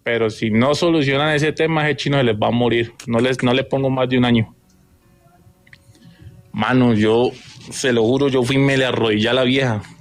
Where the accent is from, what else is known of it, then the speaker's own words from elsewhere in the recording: Llanos Orientales, Colombia; now in Bogotá, Colombia; Yo soy oriundo de los Llanos Orientales, pero en este momento vivo en Bogotá.